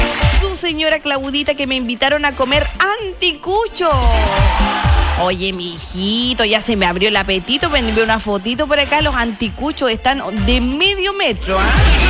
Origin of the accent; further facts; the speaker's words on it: Curaco de Vélez, Los Lagos, Chile; also born or lived in Achao, Quinchao; Soy chilota de tomo y lomo. Nací y criada en Curaco de Vélez. Bueno, nací en Quinchao, al ladito en Ayao, pero es la misma isla nomás.